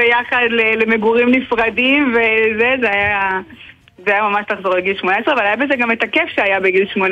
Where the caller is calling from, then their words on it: Beersheba, Southern District, Israel; אני מבאר שבע